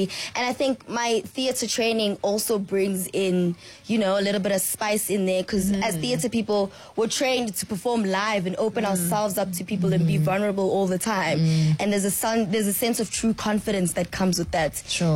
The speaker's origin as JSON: {"language": "English", "town": "Pretoria", "region": "Gauteng", "country": "South Africa", "said": "Exactly. I'm from Pitori."}